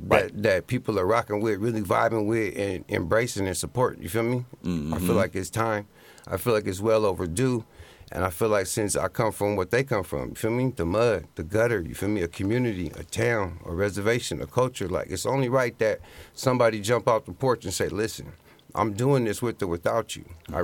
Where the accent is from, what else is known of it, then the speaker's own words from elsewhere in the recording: Fairfield, California, United States; moved away; also born or lived in Hoopa, California; I was raised in Fairfield, California, 707.